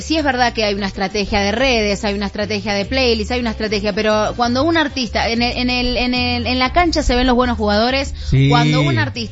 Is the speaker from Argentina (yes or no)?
yes; Argentina; moved away; en Argentina pasó que en enero fui a hacer un show en mi país